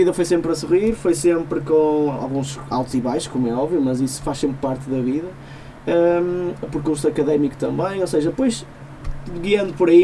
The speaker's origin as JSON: {"language": "Portuguese", "town": "Matosinhos", "region": "Norte", "country": "Portugal", "tie": "born or raised there", "also_born_or_lived": "Porto", "said": "Nasci no Porto, mas sou de Matosinhos, e já há muitos anos, desde ter a idade."}